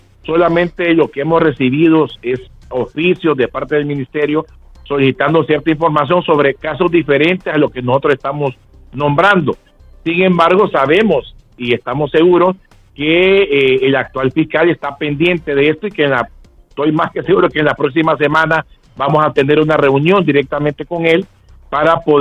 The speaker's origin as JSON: {"language": "Spanish", "country": "Honduras", "said": "nosotros como buenos hondureños"}